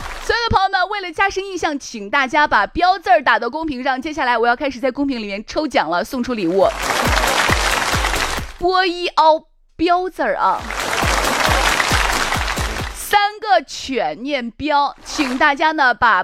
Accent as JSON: {"language": "Chinese", "region": "Shaanxi", "country": "China", "said": "所以我们陕西人骨子里边带来就是恋家，小富即安。不喜欢四处闯荡"}